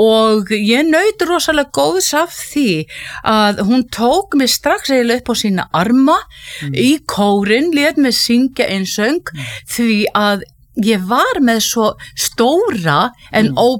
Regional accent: Hvolsvöllur, Southern Region, Iceland; En ég er fædd og uppalinn í Rangavallasýslunni og að mestu leiti á Hvolsvelli.

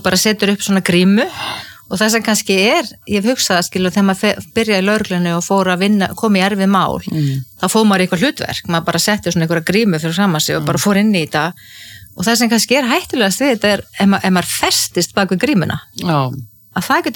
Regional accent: Ísafjörður, Westfjords, Iceland; ég óttaðist sjóin sem kannski líka tengist því að ég alveg upp á Ísafirði þar sem voru tíu sjóslis

